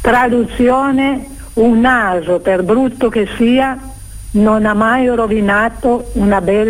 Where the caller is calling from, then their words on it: Saluzzo, Piedmont, Italy; chiamo da Saluzzo Cuneo.